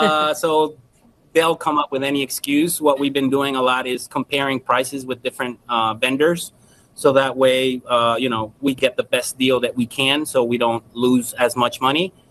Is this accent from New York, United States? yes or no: yes; New York, United States; We're originally from New York. Originally from New York. So you got to fold that pizza.